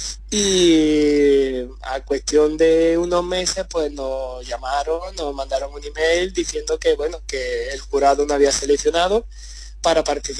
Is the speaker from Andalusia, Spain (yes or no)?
yes; Jaén, Andalusia, Spain; y J. Oboe y yo, pues sí, somos de Jaén Capital.